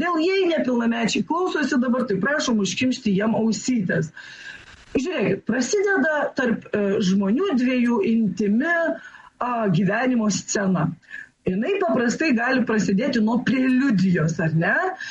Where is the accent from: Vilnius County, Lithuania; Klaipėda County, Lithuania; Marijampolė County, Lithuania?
Vilnius County, Lithuania; Švenčionys; mano gimtojo miesto Švenčionių gimnazija